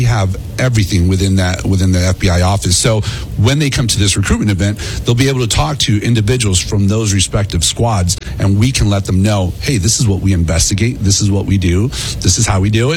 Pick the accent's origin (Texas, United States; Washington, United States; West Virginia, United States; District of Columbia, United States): Texas, United States; El Paso; I'm born and raised in El Paso. My first office was Las Vegas.